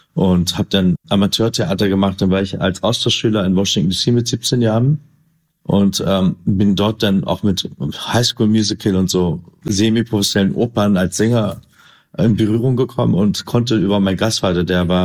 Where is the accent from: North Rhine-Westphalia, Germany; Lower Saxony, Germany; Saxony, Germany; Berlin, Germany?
Berlin, Germany; Genau, eigentlich komme ich aus Kreuzberg. Ich weiß, es steht immer in der Presse Neukölln.